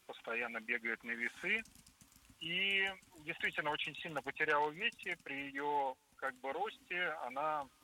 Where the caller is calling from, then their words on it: Kazan, Tatarstan, Russia; да, я из Казани.